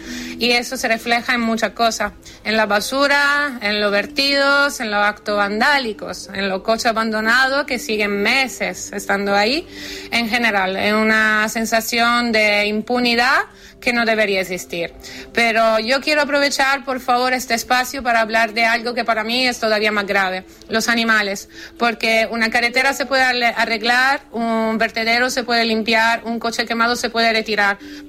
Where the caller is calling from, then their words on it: Canary Islands, Spain; Yo soy vecina del Montaña del Cabezo desde hace casi 5 años